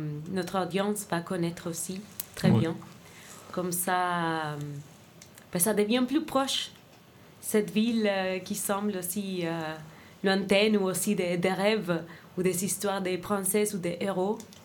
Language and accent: French; Argentina; French is a second language; also born or lived in Tenerife, Spain; now in Copenhagen, Denmark; je suis originaire d'Argentine et j'avais déjà quitté l'Argentine. J'étais en Espagne, plus concrètement à Tenerife, qui c'est une très belle île à l'océan Atlantique